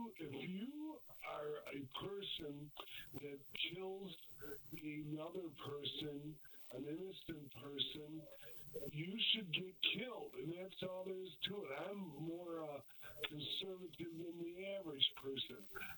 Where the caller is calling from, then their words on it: Detroit, Michigan, United States; I'm from Detroit.